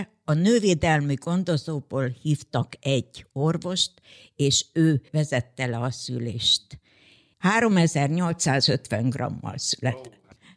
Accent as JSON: {"language": "Hungarian", "region": "Zakarpattia Oblast", "country": "Ukraine", "moved": "as an adult", "lives_now": "Debrecen, Hungary", "said": "Férjem odavalósi, ott született, én is onnan származok."}